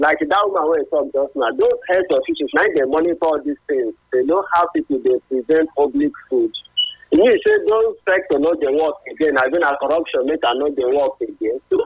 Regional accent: Ogara, Delta, Nigeria; Okay, I stand as I come from Ogara Delta State.

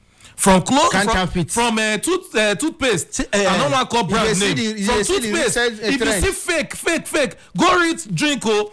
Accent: Nigeria; As a Nigerian

